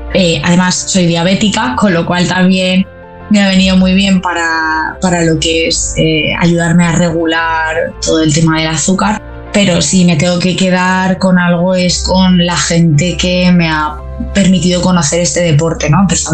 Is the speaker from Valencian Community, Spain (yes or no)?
yes; Valencia, Valencian Community, Spain; vengo de Valencia, del River Team